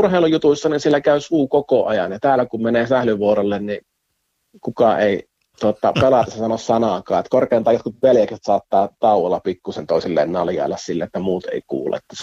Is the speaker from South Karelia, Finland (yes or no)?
no; Joensuu, North Karelia, Finland; moved away as an adult; now in Ähtäri, Finland; Joo, no Joensuusta olen kotoisin, että Joensuun poikia.